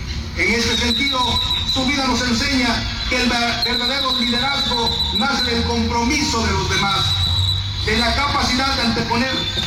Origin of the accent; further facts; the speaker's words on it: Mexico; nuestro sentido de permanencia como mexicanos.